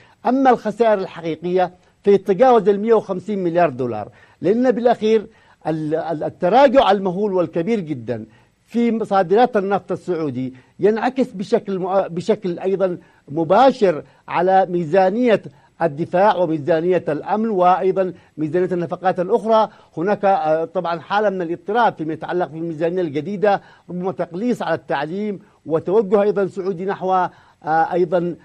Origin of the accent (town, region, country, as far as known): Yemen